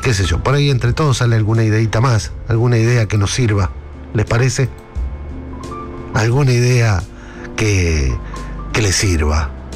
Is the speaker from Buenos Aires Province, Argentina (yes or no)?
no; Córdoba, Argentina; No tengo acento. Si quiere, en un ratito se me sale. Deme dos segundos y le abro Córdoba y pleno.